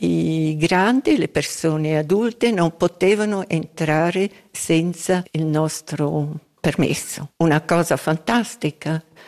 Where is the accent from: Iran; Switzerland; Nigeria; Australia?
Switzerland; Scuol, Graubünden; moved away as an adult; also born or lived in Zurich; Sono cresciuta a Scuol in Bassa Engadina e a quei tempi era un villaggio agricolo con molti animali. Io sono cresciuta proprio con molti contatti con animali